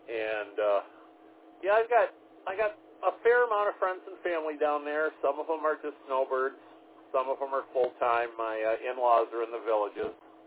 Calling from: Michigan, United States; I am in the far northern tip of the Lower Peninsula, I'm about 30 miles south of the Mackinac Bridge.

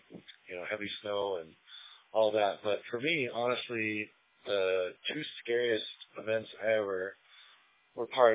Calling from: Wyoming, United States; being from Wyoming, of course, we've got blizzards and extended bouts of, you know, negative 30 degrees and, you know, heavy snow and all that.

